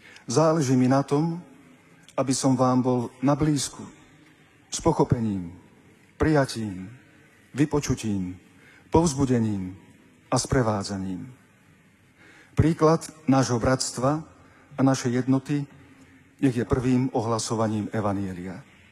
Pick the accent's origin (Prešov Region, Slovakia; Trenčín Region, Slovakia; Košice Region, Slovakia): Košice Region, Slovakia; Košice; Narodil som sa v Košiciach. Tu som prežil väčšinu svojho života i svojej kňazskej a biskupskej služby. Tu som doma.